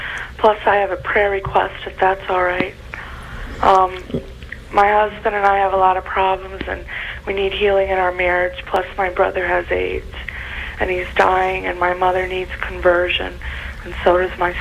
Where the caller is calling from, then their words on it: Rochester, United States; I'm from Rochester.